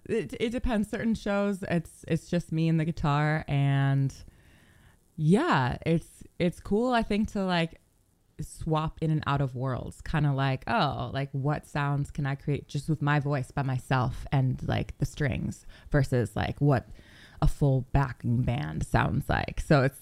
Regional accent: St. Paul, Minnesota, United States; I grew up in St. Paul, Minnesota.

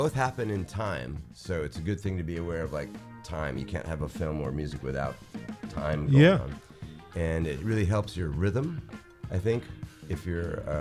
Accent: Hawaii, United States; moved away; also born or lived in Philadelphia; Well, so I grew up on Maui and Oahu. And I lived in Philadelphia for about 18 years. And I moved back here about 5 years ago.

